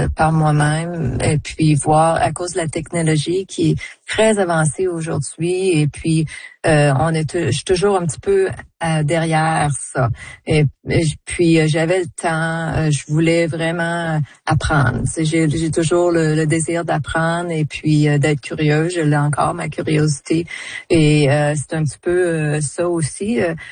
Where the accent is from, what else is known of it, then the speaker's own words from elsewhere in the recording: Quebec, Canada; Chez nous au Québec